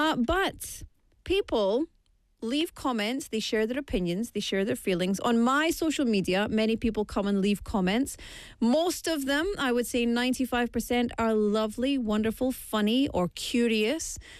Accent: Scotland, United Kingdom; now in Busan, South Korea; I don't know if it's because I'm Scottish, but Maria is not how I would say it.

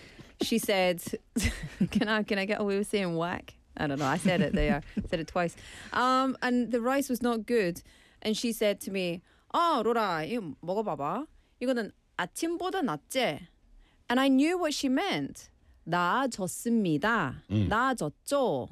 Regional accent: Scotland, United Kingdom; accent: Scottish; Now, I know that both of you can hear my accent and tell that I'm from Scotland.

